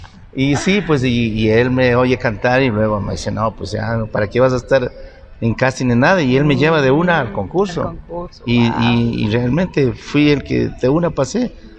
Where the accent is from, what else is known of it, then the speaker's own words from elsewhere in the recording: Ecuador; Bueno, sí, en realidad fue una gran aventura porque solo de mi pueblo a Ibarra eran como 3 horas. De Ibarra a Quito eran como 12 horas. De Quito a Guayaquil eran como un día y una noche.